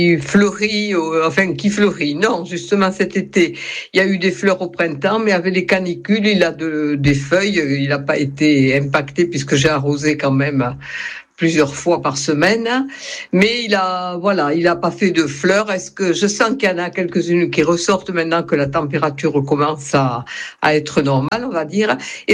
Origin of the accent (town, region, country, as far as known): Soumoulou, Nouvelle-Aquitaine, France